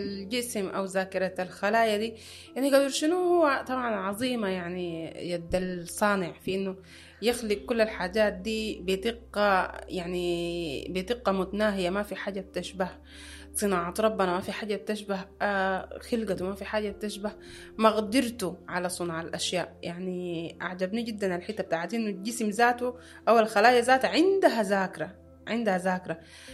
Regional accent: Sudan; بتهمنا نحن كمجتمع سوداني

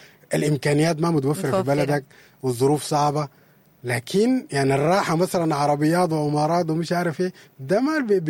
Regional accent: Sudan; فنحن كسودانيين

